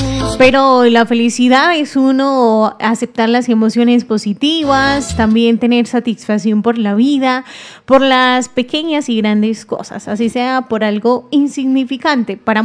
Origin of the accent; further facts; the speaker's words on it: Don Matías, Antioquia, Colombia; yo soy de Don Matías, trabajaba en Don Matías, en una fábrica de confección.